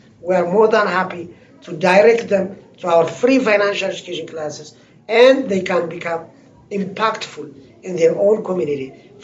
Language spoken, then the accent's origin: English; Ethiopia; Right now, I'm from the Ethiopian community, right?